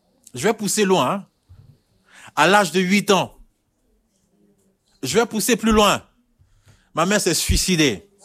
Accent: Chad; moved away; also born or lived in Côte d'Ivoire / Burkina Faso; je suis de nationalité tchadienne.

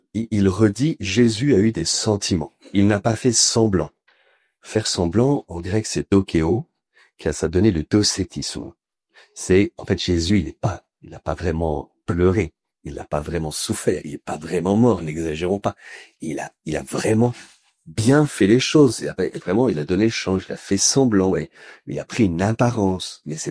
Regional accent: France; Puis comme nous on est très intelligents, parce qu'on est français, ils vont quand même un cran au-dessus des autres

